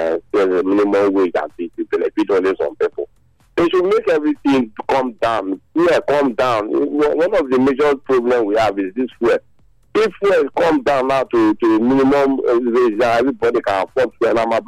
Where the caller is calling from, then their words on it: Nigeria; I'm calling from Kawasan, sir.